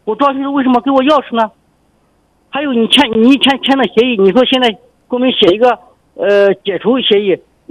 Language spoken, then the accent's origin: Chinese; Anhui, China; moved away as an adult; now in Xinjiang, China; 因为我们老家安徽的，跑了几千公里到这里到新疆来做生意